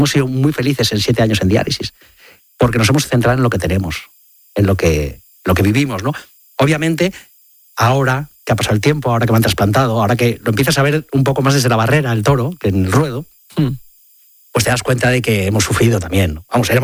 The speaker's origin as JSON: {"language": "Spanish", "town": "Madrid", "region": "Community of Madrid", "country": "Spain", "said": "yo soy madrileño"}